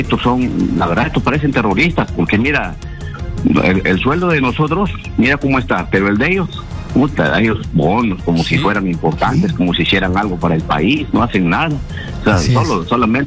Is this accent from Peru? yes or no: yes; Peru; Acá no hay, en el Perú no hay ni rojos ni naranjetes, todos somos peruanos, todos somos hermanos.